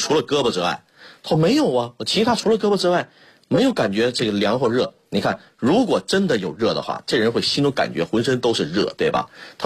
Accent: Shenyang, Liaoning, China; 也就是在我的老家沈阳。

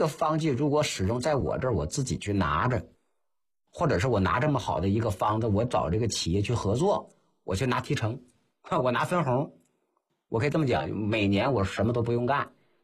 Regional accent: China; 就是未来我们中国人要实现的这个健康标准

